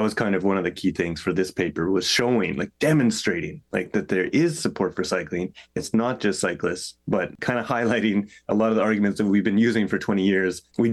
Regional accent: Saskatoon, Saskatchewan, Canada; places like my hometown, Saskatoon, Saskatchewan

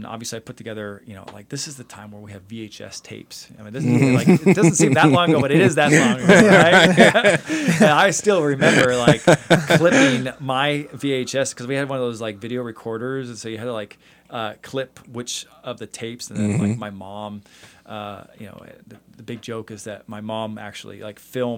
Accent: Tahoe, United States; So when I'm growing up in Tahoe, I'm watching SC, not in its highlight, right?

